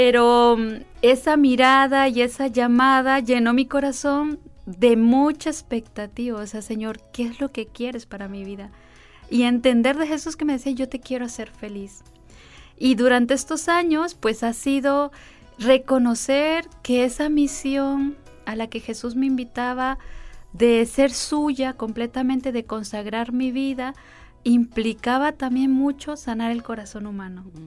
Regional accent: Honduras; moved away as an adult; also born or lived in Mexico; soy misionera Verbum Dei desde hace 17 años, soy hondureña

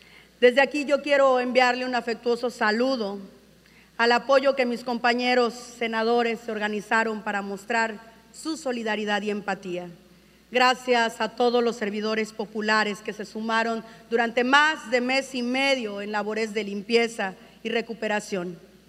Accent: Poza Rica, Veracruz, Mexico; en el norte del estado, en la Huasteca y en lo particular en mi tierra, en Poza Rica

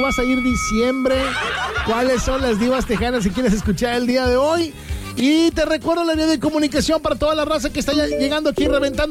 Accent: Monterrey, Nuevo León, Mexico; los que somos de aquí de Monterrey, pues no nos asustamos, siempre está igual.

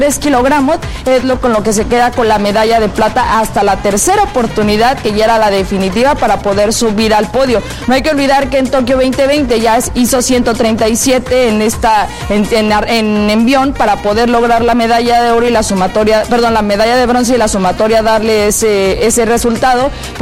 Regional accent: Mexico; sobre todo para nosotros como mexicanos, cuando decimos, ya llegaron a los penales, sufrimos ahí, ¿no?

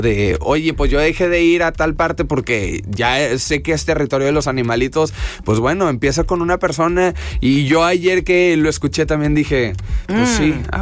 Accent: Mexico; como mexicanos sí nos pusimos la camisa

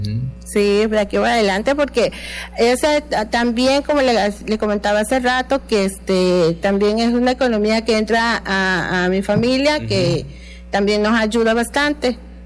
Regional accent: Tabasco, Mexico; como las blusas tabasqueñas, de donde yo soy

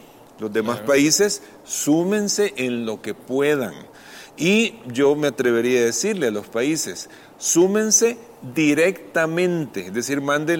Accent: El Salvador; Yo como ciudadano salvadoreño, evidentemente yo no puedo ir a Venezuela a ayudar

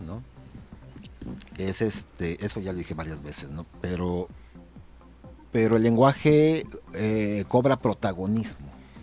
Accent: Acapulco, Guerrero, Mexico; Yo como acapulqueño

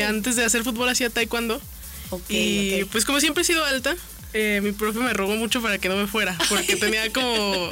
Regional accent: Encarnación de Díaz, Jalisco, Mexico; yo soy de Encarnación de Díaz, también conocido como La Chona.

